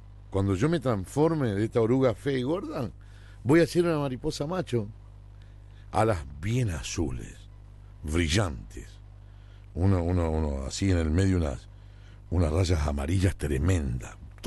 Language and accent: Spanish; Buenos Aires, Argentina; born there; soy de Capital Federal. Lamentablemente. A mí me hubiera gustado nacer en cualquier parte del país. ¿No? Porteño. En el Hospital Rivadavia, un 10 de septiembre del año 1983... nacía este capibara